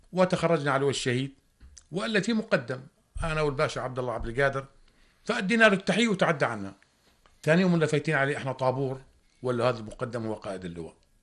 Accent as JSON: {"language": "Arabic", "country": "Jordan", "said": "إحنا الأردنيين"}